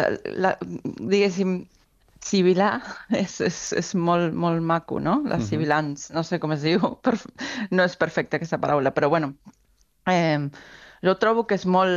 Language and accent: Catalan; Argentina; accent: Argentine; first language Spanish; Catalan is a second language; moved away as an adult; now in Catalonia, Spain; des del meu barri d'Argentina, arribar aquí